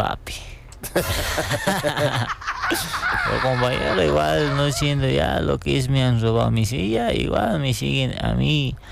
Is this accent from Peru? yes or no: no; Bolivia; Somos bolivianos, somos seres humanos